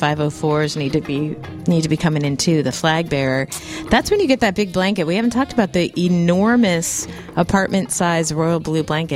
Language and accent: English; Ohio, United States; now in New Orleans, United States; But I'm from Ohio